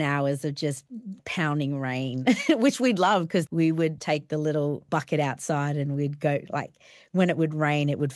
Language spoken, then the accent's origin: English; Darwin, Northern Territory, Australia; Yes, I do remember growing up in Darwin. I'm one of 5 girls, so we were always outside.